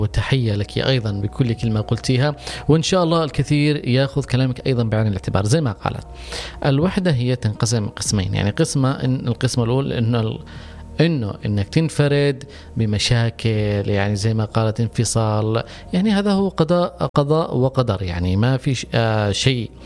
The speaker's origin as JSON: {"language": "Arabic", "country": "Yemen", "said": "نحن للأسف في اليمن"}